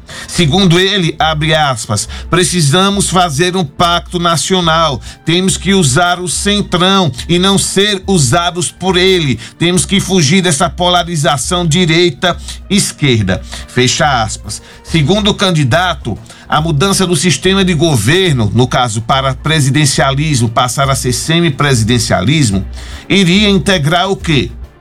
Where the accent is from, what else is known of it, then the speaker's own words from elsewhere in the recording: Brazil; como brasileiro que gosta de política